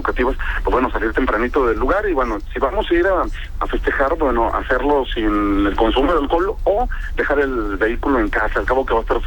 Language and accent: Spanish; Mexico; todos somos bien mexicanos